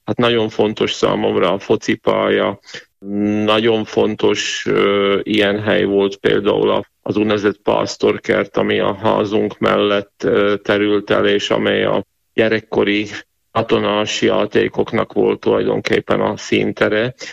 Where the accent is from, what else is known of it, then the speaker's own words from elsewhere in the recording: Banská Bystrica Region, Slovakia; Én Batkalban nevelkedtem, ez egy viszonylag kis falucska Gömörben, pontosabban a Balog völgyében, egy 6-700 lakosú falu tulajdonképpen a 20. század egész időszakában a Rimaszombat és Tornaja közötti országút mentén.